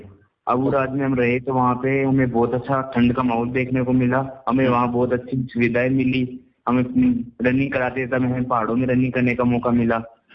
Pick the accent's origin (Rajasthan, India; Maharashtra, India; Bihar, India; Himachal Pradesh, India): Rajasthan, India; Jaipur; Sir मैं जयपुर से हूँ।